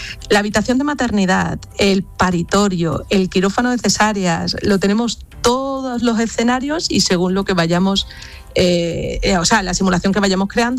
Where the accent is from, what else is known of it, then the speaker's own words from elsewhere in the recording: Andalusia, Spain; Es un orgullo para mí decir que soy andaluza